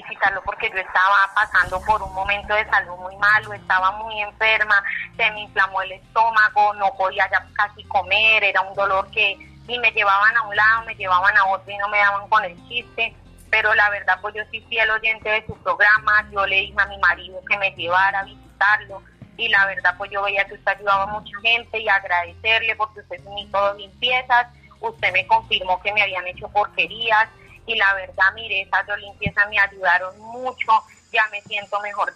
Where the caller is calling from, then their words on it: Viotá, Cundinamarca, Colombia; Desde acá, desde Biotá, Cundinamarca